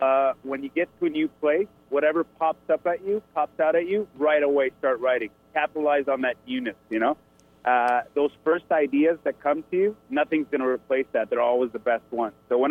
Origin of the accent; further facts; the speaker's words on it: Canada; I'm pretty much giving my perspective as a Canadian neighbor on what's going on in the States right now